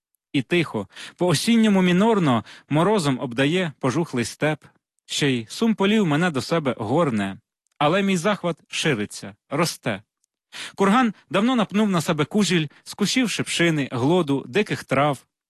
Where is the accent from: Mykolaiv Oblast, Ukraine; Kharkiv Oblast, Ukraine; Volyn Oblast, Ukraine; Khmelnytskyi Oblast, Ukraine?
Mykolaiv Oblast, Ukraine; born there; Так як я народився на Миколаївщині, от, і це дуже край пістрявий стосовно різних племен, сарматів, скіфів, готів, гунів, там козаки потім і так далі.